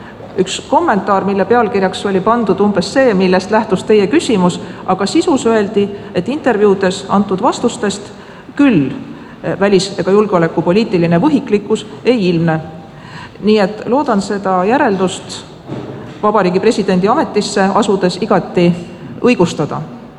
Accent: Southern Estonia, Estonia; kuigi ma kasvasin Lõuna-Eestis ja selle tõttu ma kahjuks soome keelt ei valda.

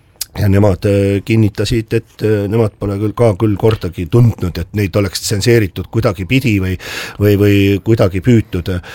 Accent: Tallinn, Harju County, Estonia; born there; mina olen tegelikult praktiliselt selle maja naaber sünnipäraselt, et ma olen ju seal Hiiu pubi vastas on lillepoekane koheline maja, see on minu sünnikodu seal.

